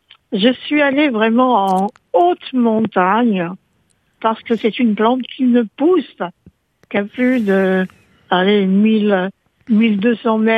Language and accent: French; Corsica, France; je ne m'attendais pas à en voir ici chez nous en Corse